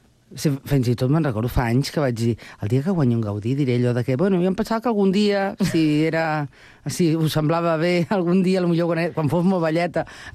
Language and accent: Catalan; Barcelona, Catalonia, Spain; born there; now in Sant Cugat del Vallès, Spain; em sento molt santcugatenca després de més de 20 anys visquent aquí, però jo sóc nascuda a Barcelona i me n'alegro molt que m'hagueu adoptat